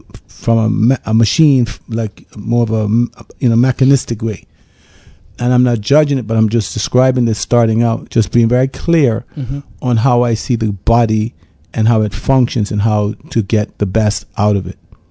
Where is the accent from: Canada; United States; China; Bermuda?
Bermuda; So we as Bermudians, again, I'm a medical doctor, but I come from Bermuda.